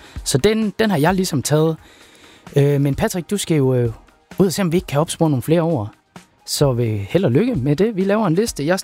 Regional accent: Thyborøn, Central Denmark Region, Denmark; Jeg er fra Vestjylland, Thyborøn.

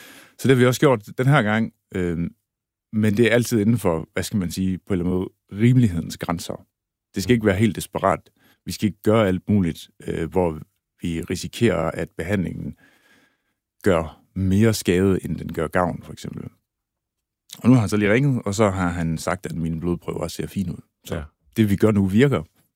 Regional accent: Aalborg, North Denmark Region, Denmark; jeg er 39 år gammel nu. Født og opvokset og stadig aalborgenser. Født ind i en helt klassisk parcelhusfamilie i en parcelhusjungle. 10 minutters kørsel uden for Aalborg, hvor jeg er vokset op med min storebror

